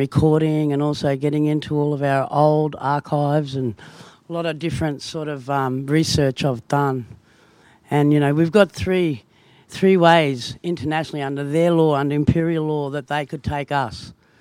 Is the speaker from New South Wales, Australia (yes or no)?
no; Queensland, Australia; I'm from Queensland, so, yeah. I tell people that aren't from this country that it's like the Deep South in America. That's how bad it is at home.